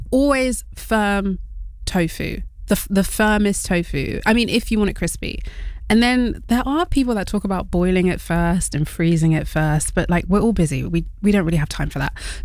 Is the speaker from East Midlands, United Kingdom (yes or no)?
no; Wales, United Kingdom; My grandma's like, don't forget to mention you're Welsh. I was like, I am proudly Welsh too.